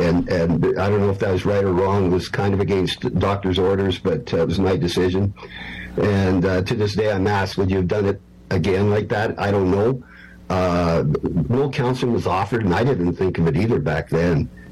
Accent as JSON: {"language": "English", "country": "Canada", "said": "I know, but it was American beer, and I'm Canadian, so"}